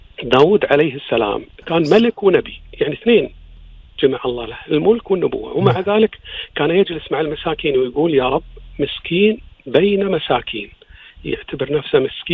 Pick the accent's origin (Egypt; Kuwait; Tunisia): Kuwait; لكن احنا الحمد لله في مجتمعنا بالكويت خاصة والخليج